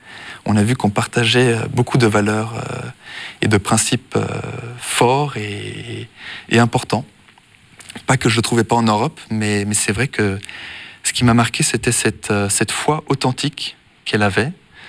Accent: Switzerland; born there; Donc, je suis de nationalité luxembourgeoise. Je suis né en Suisse.

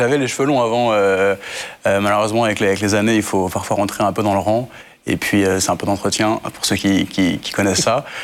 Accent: Vichy, Auvergne-Rhône-Alpes, France; Moi, je suis né en Auvergne, dans l'Allier. J'ai grandi dans l'Allier aussi, entre Clermont et Moulins, à Vichy. J'ai grandi dans une famille chrétienne, une famille catholique

